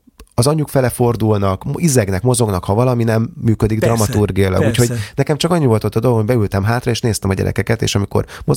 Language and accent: Hungarian; Budapest, Hungary; born or raised there